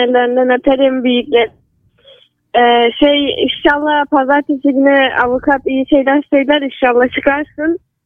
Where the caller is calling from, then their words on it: Ceyhan, Adana, Turkey; Ben Adana Ceyhan'dan arıyorum da.